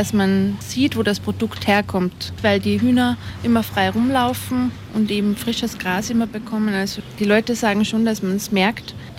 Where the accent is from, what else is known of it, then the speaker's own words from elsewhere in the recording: St. Johann im Pongau, Salzburg, Austria; Ich selber bin aus St. Johann und habe die Tourismusschule in Bischofshofen besucht